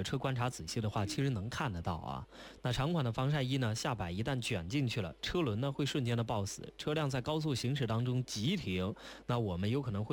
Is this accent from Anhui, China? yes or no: no; Jiangxi, China; born or raised there; moved away